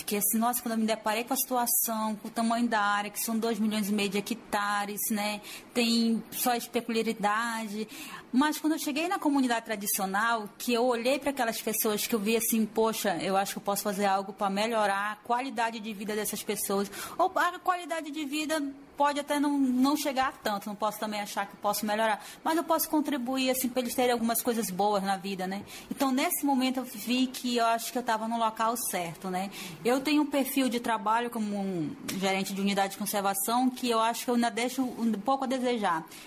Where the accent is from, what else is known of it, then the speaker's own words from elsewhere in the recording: Amazonas, Brazil; eu sou amazonense, adoro minha origem, sou descendente indígena.